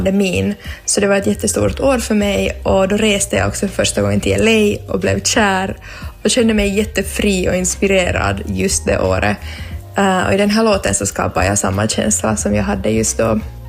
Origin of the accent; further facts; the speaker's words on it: Helsinki, Uusimaa, Finland; also born or lived in Kirkkonummi; now in Stockholm, Sweden; jag är 26 år gammal och jag är uppvuxen i Kyrkslätt och Helsingfors. Och numera bor jag i Stockholm.